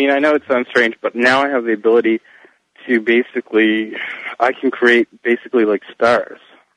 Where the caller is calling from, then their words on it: Halifax, Nova Scotia, Canada; I'm calling from Halifax, Nova Scotia.